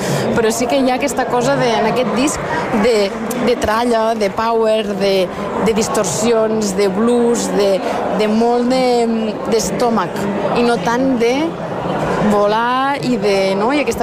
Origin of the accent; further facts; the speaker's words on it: Agramunt, Catalonia, Spain; moved away; Jo soc d'Agramunt.